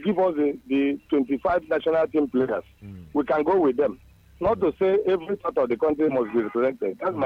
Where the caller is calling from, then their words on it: Ibusa, Delta, Nigeria; I'm calling from Ibuza.